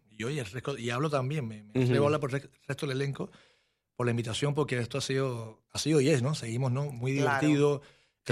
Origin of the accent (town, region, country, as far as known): Cuba